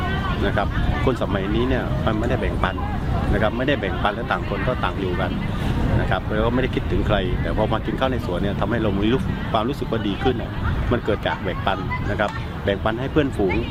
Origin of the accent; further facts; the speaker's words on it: Trang, Thailand; now in Bangkok, Thailand; ผมจริงๆจะเป็นคนใต้ครับนะครับผมอยู่จังหวัดตรังนะครับแล้วก็มาอยู่กรุงเทพจริงๆก็ตั้งแต่ปี38